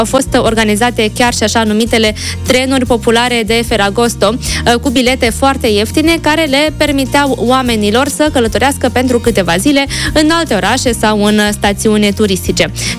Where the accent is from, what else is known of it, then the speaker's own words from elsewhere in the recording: Moldova; și la noi în Republica Moldova se muncește mult la câmp.